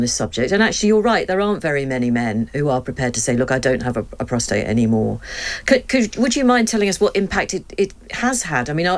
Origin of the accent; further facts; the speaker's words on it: Liverpool, North West England, United Kingdom; I'm from Liverpool.